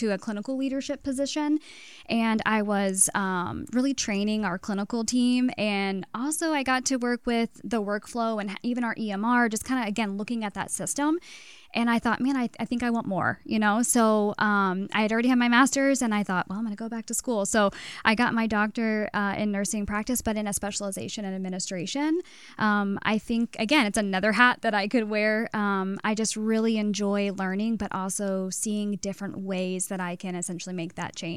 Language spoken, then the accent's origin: English; Eldorado, Illinois, United States; So I grew up in El Dorado, which is a rural community in Southern Illinois.